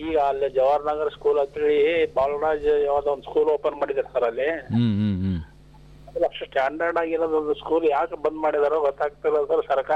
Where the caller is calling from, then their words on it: Raichur, Karnataka, India; ರಾಯಚೂರಿಂದ … ಅಂತ ಮಾತಾಡೋದ್ರ, ನೇತಾಜಿ ನಗರ.